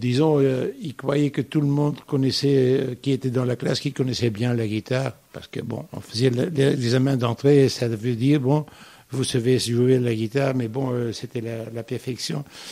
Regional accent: Belgium; je suis belge

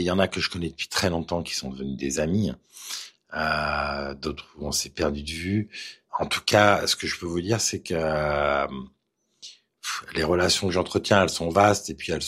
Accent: Colombes, Île-de-France, France; je suis des années 70. Et en tout cas, à l'époque, malgré que j'habite quand même, quand j'étais petit, à Colombes, qui était une grande ville quand même, de la banlieue parisienne

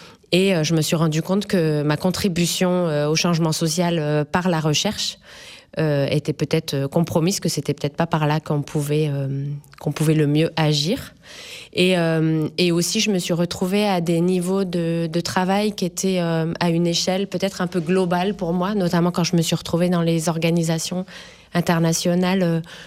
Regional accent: Brittany, France; born there; also born or lived in Île-de-France; now in Occitanie, France; je suis originaire de Bretagne, puis de région parisienne.

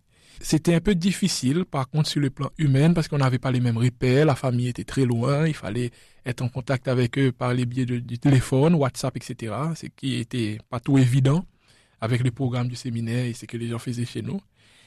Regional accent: La Digue, Seychelles; French is a second language; moved away as an adult; now in France; je viens des Seychelles, les îles Seychelles. J'ai grandi aux Seychelles dans une île qui s'appelle la Digue. À savoir que nous avons 115 îles aux Seychelles et donc il y a trois îles principales, je dirais. Et moi, je viens de celui qui s'appelle la Digue. La plus petite parmi les trois

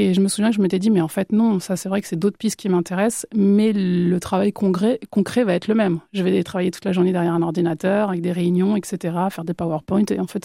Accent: Barcelona, Catalonia, Spain; Alors, il faut savoir que moi, j'ai grandi à Barcelone. Donc, le décalage Barcelone-Orléans, il a été un petit peu dur pour moi.

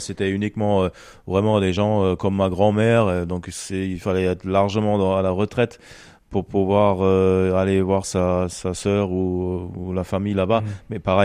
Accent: Germany; French is a second language; Bah comme on habite pas loin de Berlin, en tant que bon allemand

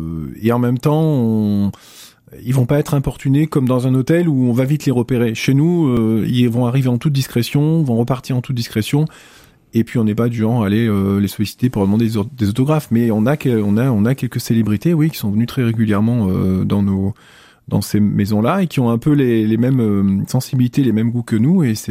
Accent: Limoges, Nouvelle-Aquitaine, France; also born or lived in Geneva, Switzerland; j'ai fait ma primaire à Boisseuil, mon collège à Pierre-Buffière et mon lycée à Gay-Lussac puisqu'on en parlait tout à l'heure, et donc je suis un gars du coin

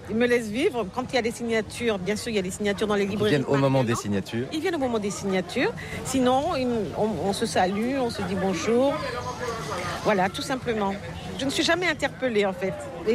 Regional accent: Paris, Île-de-France, France; accent: Parisian; now in Marie-Galante, Guadeloupe; J'ai l'accent parisien.

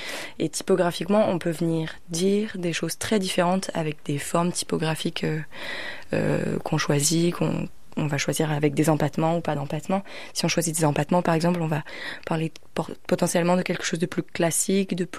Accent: Pouldreuzic, Brittany, France; Moi j'aime bien faire le lien parce que j'ai grandi à Poulresic et du coup je trouve que.

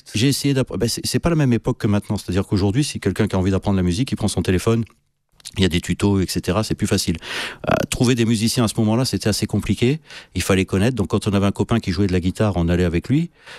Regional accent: Antibes, Provence-Alpes-Côte d'Azur, France; also born or lived in Cannes / Mougins; Alors mon enfance, elle s'est passée sur la Côte d'Azur. Je suis né à Cannes. J'ai vécu quelques temps à Antibes avec mes parents et ensuite à Mougins. Où j'ai grandi depuis l'âge de 8 ou 9 ans, à peu près.

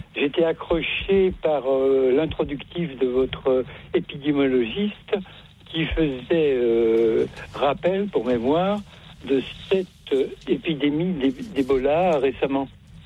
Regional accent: Lyon, Auvergne-Rhône-Alpes, France; je suis originaire de Lyon, d'accord, c'est curieux.

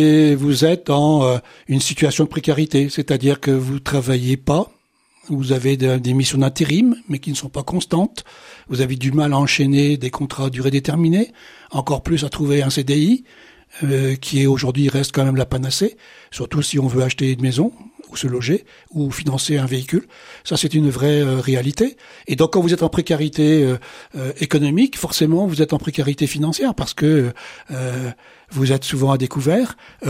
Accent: Brittany, France; moved away as an adult; also born or lived in Île-de-France; je suis breton d'origine.

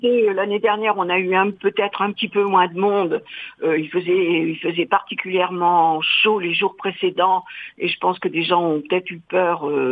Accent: La Ferté-Macé, Normandy, France; moi, je suis de la région, je suis de la Ferté-Massé.

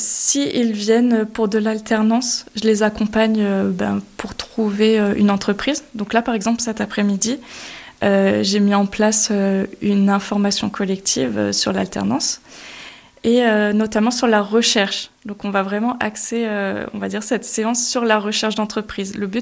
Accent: Rochefort, Nouvelle-Aquitaine, France; moved away as an adult; also born or lived in Réunion; now in Nevers, France; Alors moi, je viens de Rochefort

